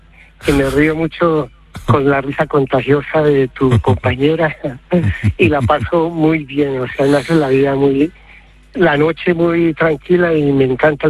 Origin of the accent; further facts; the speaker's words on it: Colombia; now in Spain; En España llevo 30 años, sí, yo llegué aquí en el 97. Y soy colombiano